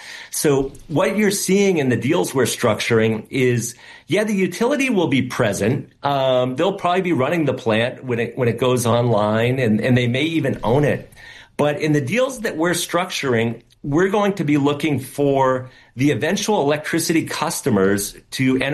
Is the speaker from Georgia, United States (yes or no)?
no; New Hampshire, United States; I grew up in New Hampshire watching the Seabrook nuclear power plant take over 10 years to get built